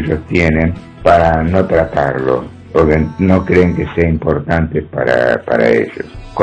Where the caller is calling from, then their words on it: Buenos Aires, Argentina; de Caballito